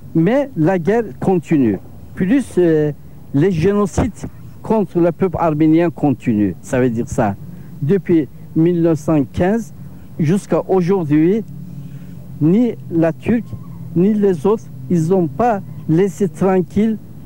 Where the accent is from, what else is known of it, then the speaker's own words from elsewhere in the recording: Switzerland; C'est comme moi, je viens de la Suisse, les autres, ils viennent de l'Angleterre